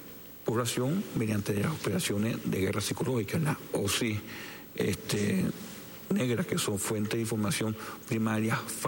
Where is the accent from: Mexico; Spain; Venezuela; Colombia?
Venezuela